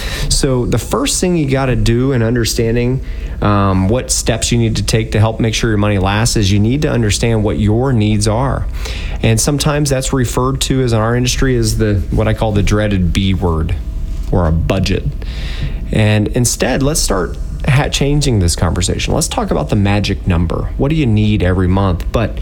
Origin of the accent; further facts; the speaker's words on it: Dayton, Ohio, United States; we're actually from Dayton.